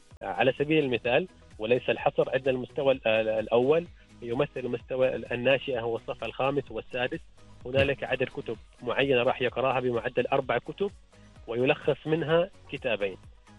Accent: Oman; معنا في السلطنة

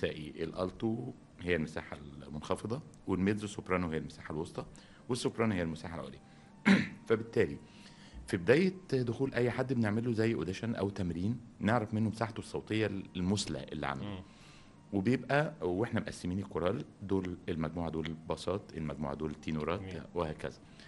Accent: Egypt; عندنا في مصر

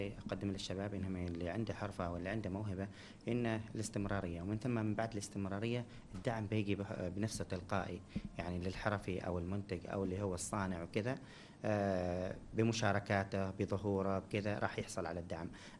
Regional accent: Oman; نحن كشباب عمانيين

